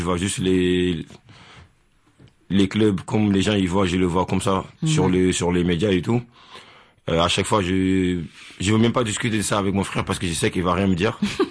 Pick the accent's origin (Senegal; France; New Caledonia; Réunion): Senegal; moved away as an adult; Comme j'ai dit, on a quitté le Sénégal. J'ai quitté là-bas quand j'avais 18 ans.